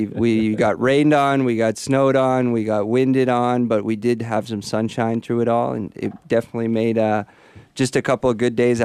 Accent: Minnesota, United States; now in Santa Cruz, United States; I grew up in Minnesota, right. But I currently live in Santa Cruz, California.

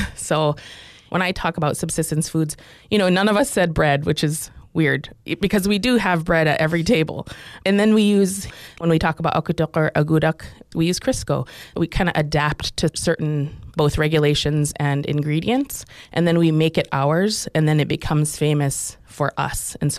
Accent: Kotzebue, Alaska, United States; also born or lived in Selawik, Alaska; So I grew up in Kotzebue and Sisolik

